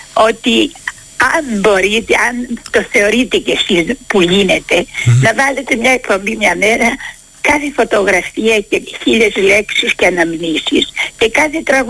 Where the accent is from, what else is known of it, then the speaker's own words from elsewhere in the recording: Istanbul, Turkey; moved away; also born or lived in Tatavla (Kurtuluş), Istanbul; Εγώ είμαι από τη Χαλκιδόνα και κάθισα παντρεμένη στα Τατάβλα.